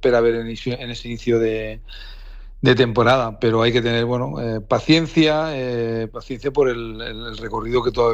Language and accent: Spanish; Valencia, Valencian Community, Spain; los que somos de Valencia, los que sufrimos con él, pues apoyar al equipo